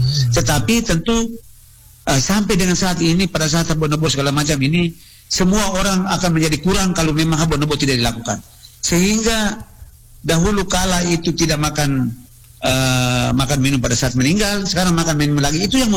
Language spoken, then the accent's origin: Indonesian; Lembata, East Nusa Tenggara, Indonesia; di kita di Lamaholot, di Lembata, khususnya di kita di kampung-kampung kami ini